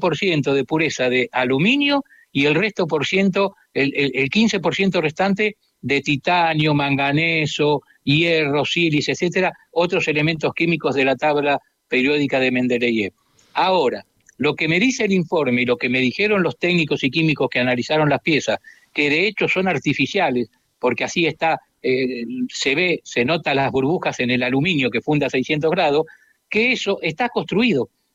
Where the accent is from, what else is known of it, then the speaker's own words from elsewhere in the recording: Argentina; nosotros, por ejemplo, acá en mi país, en Argentina, tenemos piezas metálicas de un ovni